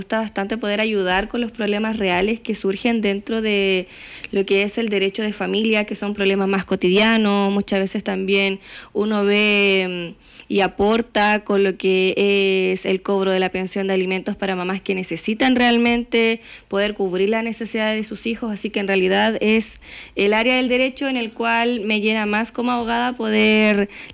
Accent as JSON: {"language": "Spanish", "town": "Ovalle", "region": "Coquimbo", "country": "Chile", "tie": "born there", "said": "soy abogada, nací acá en Ovalle"}